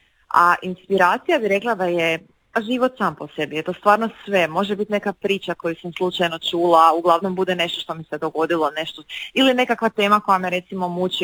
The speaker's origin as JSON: {"language": "Croatian", "town": "Osijek", "region": "Osijek-Baranja County", "country": "Croatia", "said": "Iz Osijeka sam, evo već sam 10 godina na našoj glazbenoj sceni"}